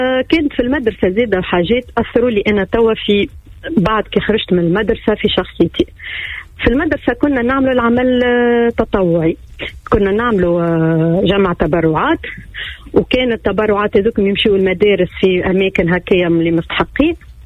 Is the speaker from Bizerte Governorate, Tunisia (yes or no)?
yes; Bizerte, Bizerte Governorate, Tunisia; moved away as an adult; now in Sfax, Tunisia; أي أنا من صفاقس، أنا ما قريتش في صفاقس، أنا قريت في بنزرت.